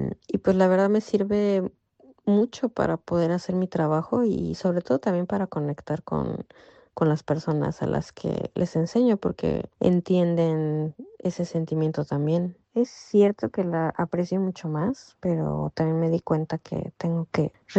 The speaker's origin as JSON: {"language": "Spanish", "country": "Mexico", "moved": "as an adult", "said": "cuando les decía que era mexicana"}